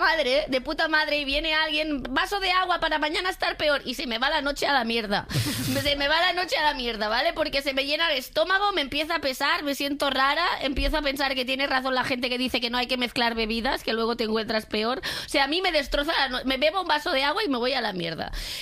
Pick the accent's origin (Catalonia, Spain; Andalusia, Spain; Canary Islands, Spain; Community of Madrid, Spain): Catalonia, Spain; Yo bebo vale. agua porque soy catalana, ¿vale?